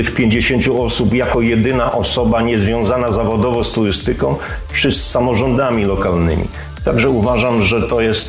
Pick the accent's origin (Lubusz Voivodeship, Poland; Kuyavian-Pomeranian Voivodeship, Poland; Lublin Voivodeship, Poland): Kuyavian-Pomeranian Voivodeship, Poland; Mogilno; born there; now in Inowrocław, Poland; Urodziłem się w Mogilnie, czyli no to niedaleko, Żabi Skok, ale od 1988 roku przeprowadziłem się do Inowrocławia, tutaj się ożeniłem, tutaj zamieszkałem, stworzyłem rodzinę.